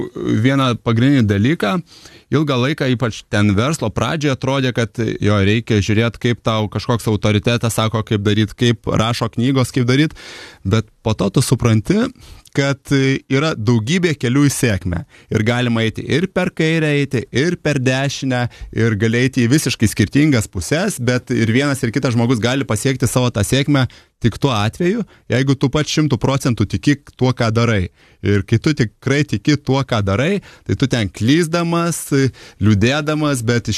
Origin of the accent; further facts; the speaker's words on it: Alytus, Alytus County, Lithuania; now in Vilnius, Lithuania; iš Vilniaus į savo gimtąją Alytų nuėjęs su broliu per keletą dienų.